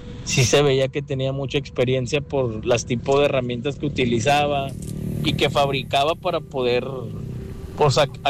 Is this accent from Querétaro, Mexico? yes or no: no; Guadalupe, Nuevo León, Mexico; Yo soy del municipio de Guadalupe, Nuevo León.